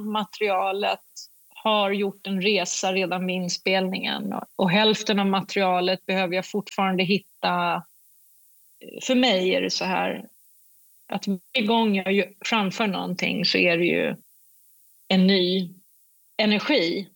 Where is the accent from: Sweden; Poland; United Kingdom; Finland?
United Kingdom; Swedish is a second language; Jag kommer från Storbritannien och jag vet hur jag ska säga saker.